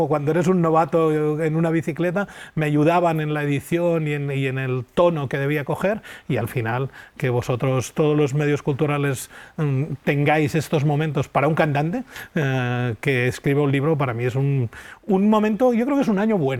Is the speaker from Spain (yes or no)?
yes; L'Ametlla del Vallès, Catalonia, Spain; moved away; del pequeño pueblo donde soy originario, Lambella del Vallès